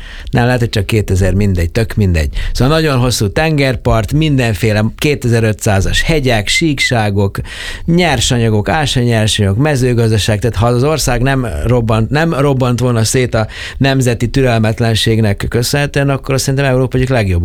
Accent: Horgoš, Vojvodina, Serbia; born or raised there; moved away

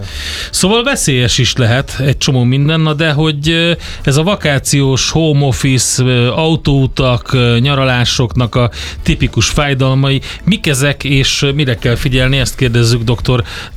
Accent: Hungary; hogy kifigyelték, hogy mi magyarok vagyunk

